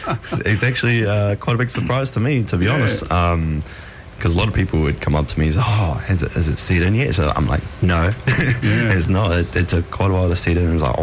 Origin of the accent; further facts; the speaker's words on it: New Zealand; Yes, born and raised in New Zealand.